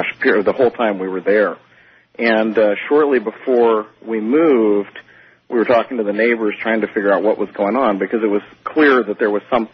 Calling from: Sacramento, California, United States; from Sacramento.

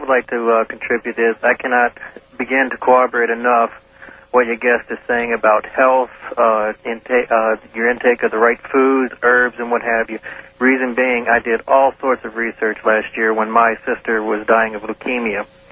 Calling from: New Orleans, Louisiana, United States; in New Orleans.

